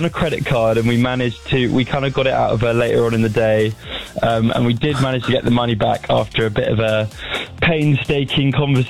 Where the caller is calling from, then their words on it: Ascot, South East England, United Kingdom; we are from Ascot